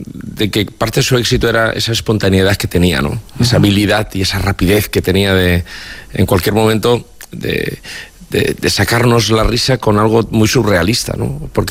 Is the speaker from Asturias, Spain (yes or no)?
no; Valencian Community, Spain; yo creo que sí que tenía algunos rasgos muy característicos TIP de lo que somos los valencianos, ¿no?